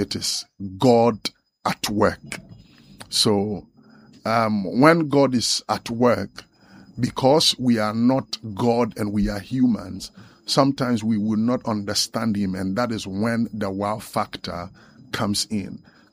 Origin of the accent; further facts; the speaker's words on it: Cape Coast, Central Region, Ghana; Okay, so I was born right here in Cape Coast.